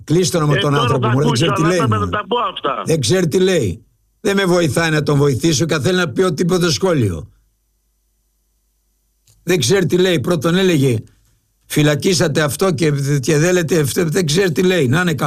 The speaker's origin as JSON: {"language": "Greek", "country": "Cyprus", "said": "είμαι πρόσφυγας από την Κύπρο"}